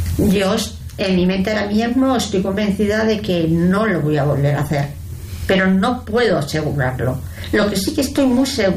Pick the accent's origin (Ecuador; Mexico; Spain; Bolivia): Spain; Andorra, Aragon; De hecho, la gente vivo aquí, pero soy de Andorra, Teruel, y de vez en cuando pues voy a ver a mi madre, a mi familia.